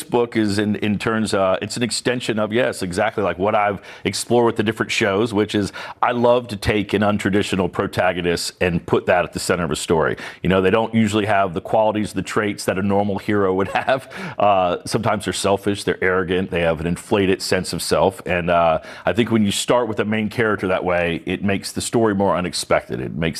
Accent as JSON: {"language": "English", "region": "the South", "country": "United States", "tie": "born or raised there", "said": "growing up in the South, church is obviously a big part of that culture. And, you know, I have a lot of people in my family who are very religious and involved with the church."}